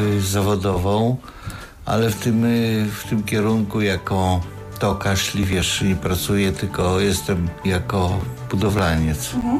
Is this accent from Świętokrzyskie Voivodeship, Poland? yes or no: no; Kraśnik, Lublin Voivodeship, Poland; Bo ja pochodzę z hełma, tylko z Kraśnika.